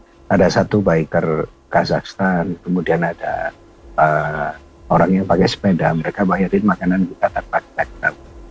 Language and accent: Indonesian; Indonesia; Kita di tahu dari Indonesia disambut dan sebagainya.